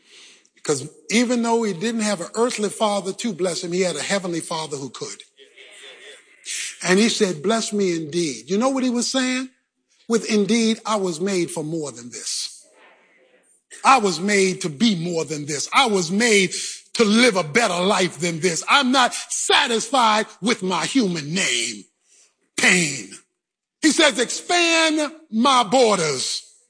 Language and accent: English; Baltimore, Maryland, United States; born or raised there